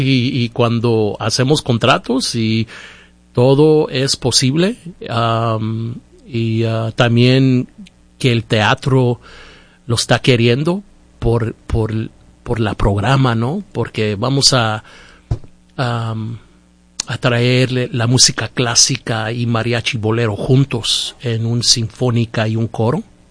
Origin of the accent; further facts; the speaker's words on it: Yakima, Washington, United States; Yo bien vengo, si muchos me conocen mi historia, you know, vengo de la Valle de Yakima.